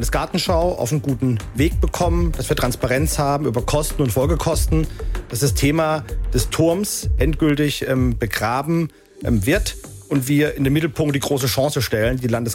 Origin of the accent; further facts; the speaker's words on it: Ohlsbach, Baden-Württemberg, Germany; also born or lived in Offenburg; now in Grenzach-Wyhlen, Germany; ich bin 44 Jahre alt, bin verheiratet, Vater von 3 wunderbaren Kindern, komme gebürtig aus Ohlsbach, bin in Offenburg zur Schule gegangen